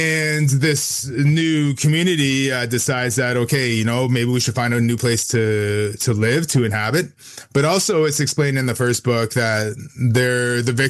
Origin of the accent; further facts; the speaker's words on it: Wasauksing First Nation, Ontario, Canada; now in Sudbury, Canada; I currently live in Sudbury, Ontario, and I am originally from Wasauksing First Nation. That's on Georgian Bay near Parry Sound, Ontario. I'm of Anishinaabe and Canadian descent.